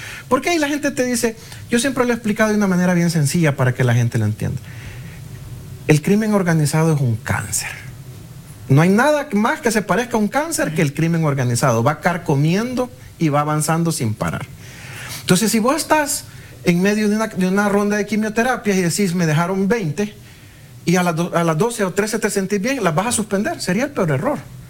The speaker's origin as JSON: {"language": "Spanish", "country": "El Salvador"}